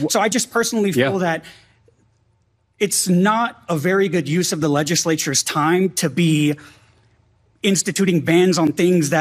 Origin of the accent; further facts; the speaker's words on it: Rosenberg, Texas, United States; now in Dallas, United States; Rosenberg, Texas.